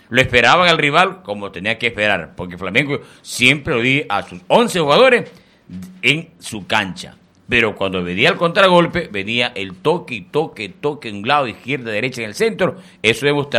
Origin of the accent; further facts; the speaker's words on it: Ecuador; Yo como ecuatoriano